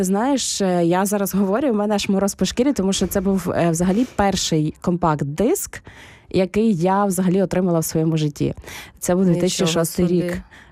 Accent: Ternopil, Ternopil Oblast, Ukraine; ви грали на вулицях мого рідного міста в Тернополі, 2002-2003 рік приблизно.

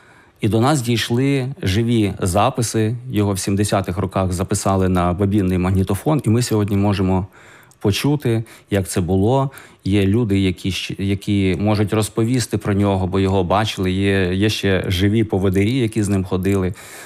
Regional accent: Kovel, Volyn Oblast, Ukraine; born there; Але мені ще було цікаво, що я сам я народився в Ковелі.

